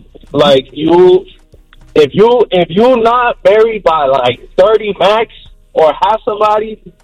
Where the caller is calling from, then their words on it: New York City, New York, United States; from Queens